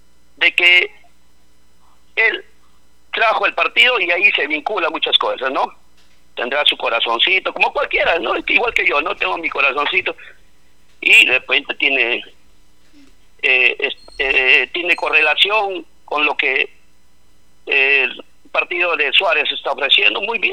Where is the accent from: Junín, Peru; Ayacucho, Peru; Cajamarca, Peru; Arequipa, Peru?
Junín, Peru; Mazamari